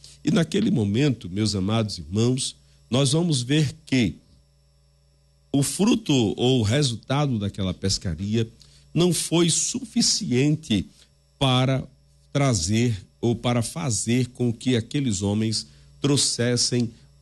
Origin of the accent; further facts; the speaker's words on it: Macau, Rio Grande do Norte, Brazil; Eu sou natural de uma cidade onde havia ou onde há pescadores. Eu sou da cidade de Macau